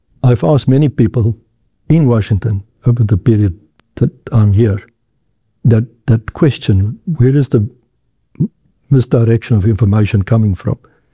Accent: South Africa; I mean, I'm an Afrikaner from South Africa myself, and I can say that I've never experienced something of that kind. My family have never experienced, all of them are still in South Africa

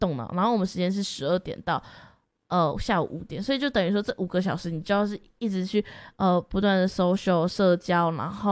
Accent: Kaohsiung, Taiwan; 我们营队是七月初要去带、高雄，回到我的家乡高雄，真的是美浓国小，美浓区东门国小

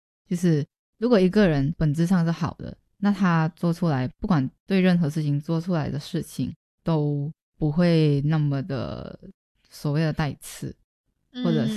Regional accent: Malaysia; moved away as an adult; now in Taiwan; 就是在台湾，我在追逐着我的梦想，然后周围在台湾也有一些朋友，然后回到马来西亚的话也有我的家人

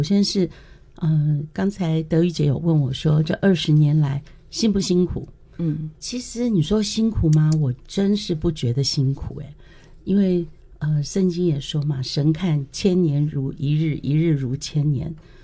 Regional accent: Taiwan

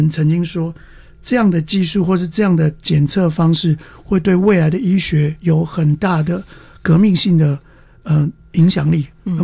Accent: Taiwan; moved away as an adult; also born or lived in United States; 即使是我是台湾人，我是教会唯一的台湾人，就我们家是教会唯一的台湾家庭。

